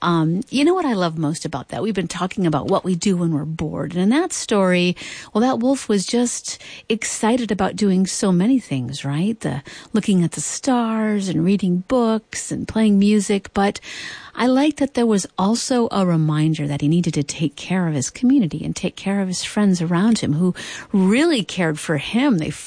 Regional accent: Midwest, United States; Growing up in the Midwest, out in the cicadas.

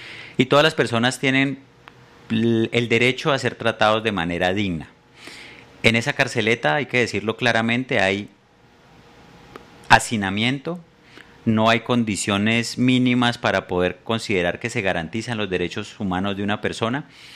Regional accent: Popayán, Cauca, Colombia; para los que somos de Popayán

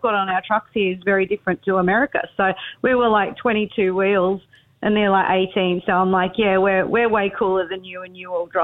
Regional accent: Australia; so I got to Nashville and I'd be like, oh, hey, yeah, I'm Australian. I write trucking songs.

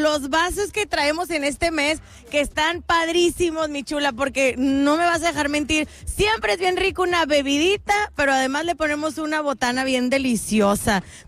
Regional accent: Mexico; como somos mexicanos y los mexicanos nos caracterizamos por ser amigables

